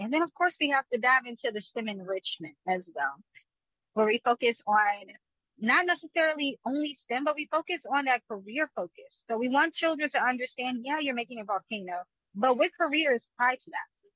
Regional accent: Washington, District of Columbia, United States; I am a native Washingtonian. I am from east of the river, southeast. And that is where I mostly reside.

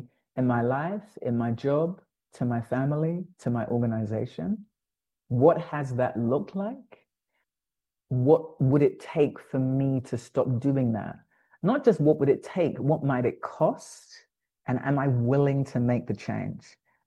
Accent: London, United Kingdom; moved away as an adult; also born or lived in New York; now in Accra, Ghana; the years I spent as a Black Briton, born and raised in London, and now being here in Accra.

